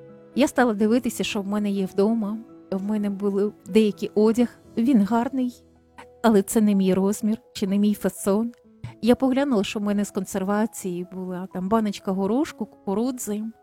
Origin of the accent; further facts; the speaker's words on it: Kyiv, Ukraine; хоча я киянка